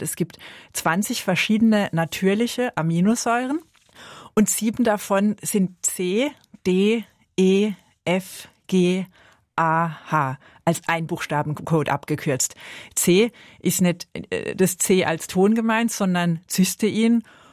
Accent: Southern Germany, Germany; now in Switzerland; weil ich mir das als Süddeutsche oder jetzt auch hier in der Schweiz erlaube.

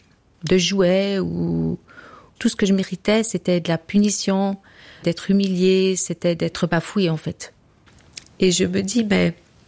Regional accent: Burkina Faso; born there; Moi, je suis née au Burkina Faso, de parents missionnaires, et c'était très bien comme ça.

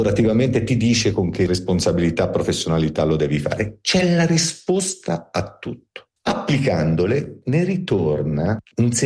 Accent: Tuscany, Italy

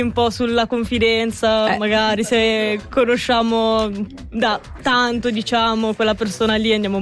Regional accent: Brontallo, Ticino, Switzerland; Della Valle Maggia.

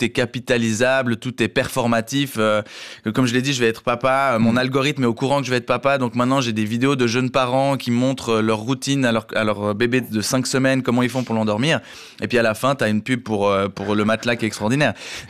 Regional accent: Romandy, Switzerland

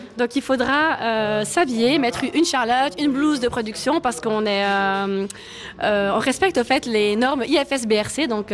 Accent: Valais, Switzerland; de base, je suis valaisanne.

